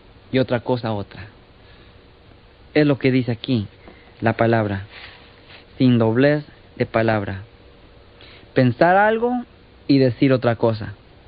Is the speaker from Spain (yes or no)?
no; Mexico; born there; moved away; Yo me acuerdo de niño en México y cuando íbamos a comer con mis abuelos